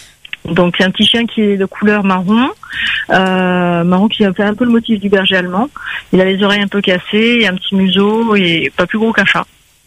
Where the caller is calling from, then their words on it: Saint-Leu, Réunion; Alors j'habite à Colimaçon.